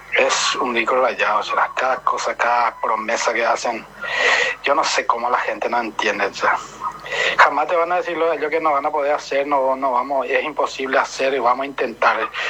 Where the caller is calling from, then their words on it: Paraguay; así somos los paraguayos